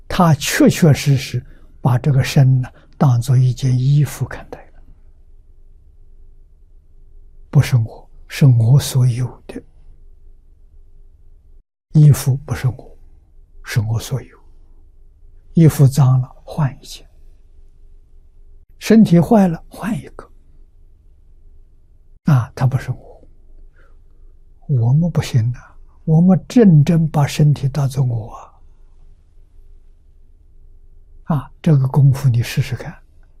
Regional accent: China; 我们中国人

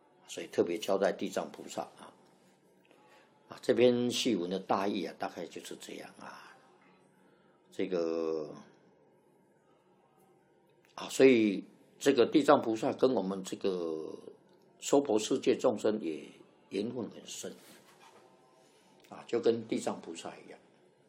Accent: China; 我们中国人念的比较合乎我们中国人的习惯

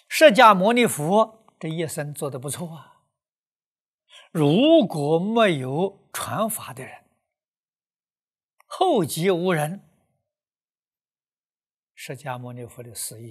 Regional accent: China

